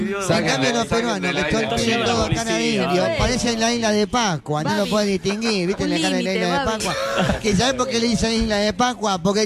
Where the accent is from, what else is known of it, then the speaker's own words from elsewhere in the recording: San Isidro, Buenos Aires Province, Argentina; Soy argentino y de San Isidro. Corredor norte, como me gusta decirme a mí.